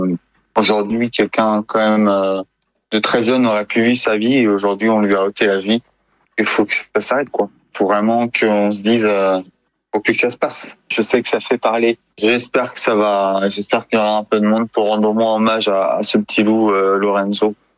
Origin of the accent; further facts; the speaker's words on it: France; J'ai fait presque toute mon enfance à Chaland.